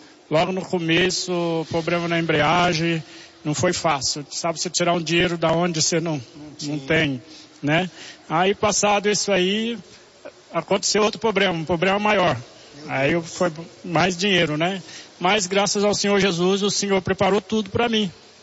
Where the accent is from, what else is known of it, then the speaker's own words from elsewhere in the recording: Minas Gerais, Brazil; now in São Paulo, Brazil; Eu sou de Minas.